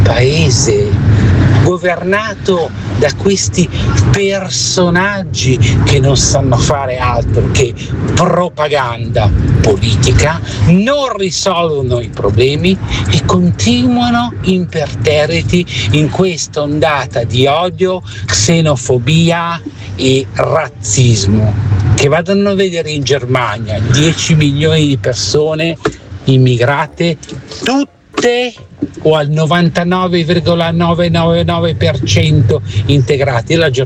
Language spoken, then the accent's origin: Italian; Modena, Emilia-Romagna, Italy; now in Province of Milan, Italy; io sono originario di Modena